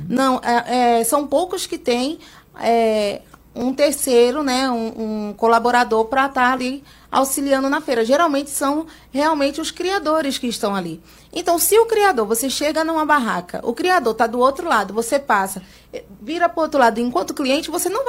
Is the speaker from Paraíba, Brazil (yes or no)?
no; Vitória da Conquista, Bahia, Brazil; Eu vim do Acarajé, né? Então eu sou baiana.